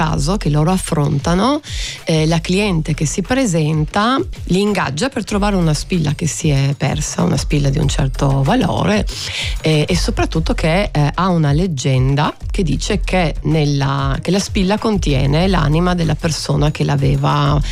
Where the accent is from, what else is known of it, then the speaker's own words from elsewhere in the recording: Trieste, Friuli-Venezia Giulia, Italy; accent: Triestine dialect; E poi il triestino, appunto, il mantenimento del nostro dialetto, per me è proprio una sorta di mission.